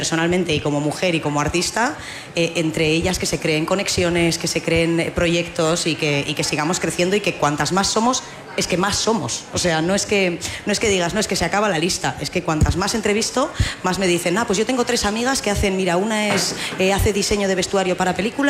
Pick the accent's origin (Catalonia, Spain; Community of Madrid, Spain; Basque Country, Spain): Basque Country, Spain; Bilbao; yo soy de Bilbao, adoro mi país vasco